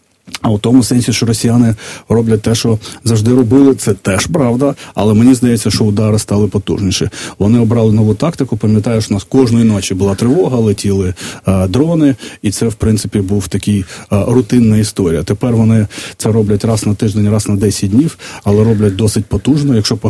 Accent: Vinnytsia, Vinnytsia Oblast, Ukraine; я ж виріс у Вінниці

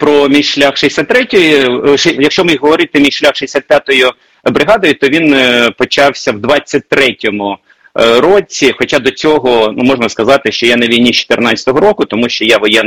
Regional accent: Zaporizhzhia Oblast, Ukraine; moved away; І я коли приїхав сюди, на Запоріжжя, в Оріхів, я це, розумієте, це мій рідний край. Це мій рідний край, я сам навчався в Запоріжжі, Оріхів, Мала Токмачка, там Роботіне, Пологи, це далі. Це дорога додому, тобто це мої знайомі місця

